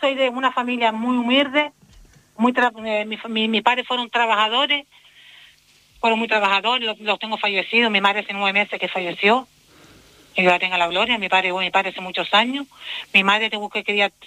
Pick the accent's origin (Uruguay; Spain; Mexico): Spain; Canary Islands; yo sí he sido criada y nacida en La Reolla, donde hoy por hoy vivo.